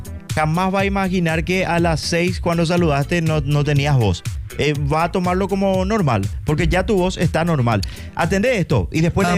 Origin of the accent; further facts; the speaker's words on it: Luque, Central, Paraguay; yo soy de Maca y Quinta en Compañía, Maca y Luque.